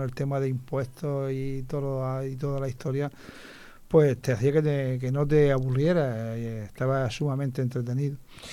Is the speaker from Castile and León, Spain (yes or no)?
no; Archena, Region of Murcia, Spain; en mi pueblo natal, en Alchena